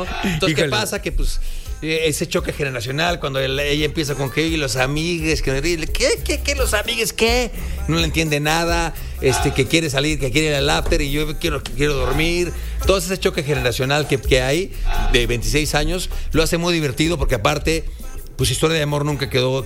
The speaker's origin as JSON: {"language": "Spanish", "region": "Querétaro", "country": "Mexico", "said": "Yo soy de Querétaro."}